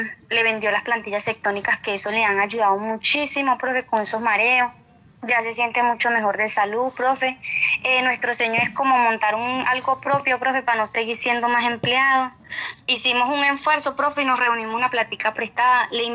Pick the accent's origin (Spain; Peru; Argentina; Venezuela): Venezuela; Nosotros somos de Venezuela y nosotros nos toca particular pagar todo.